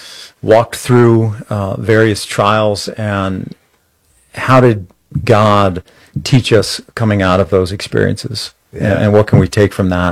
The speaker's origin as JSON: {"language": "English", "town": "San Antonio", "region": "Texas", "country": "United States", "tie": "born or raised there", "said": "I grew up here in San Antonio"}